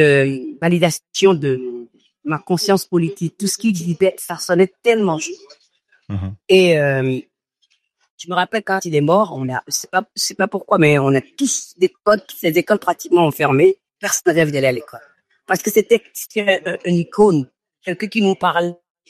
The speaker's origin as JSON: {"language": "French", "country": "Benin", "tie": "born or raised there", "moved": "yes", "lives_now": "New York, United States", "said": "Et que moi, j'ai grandi en Afrique, au Bénin"}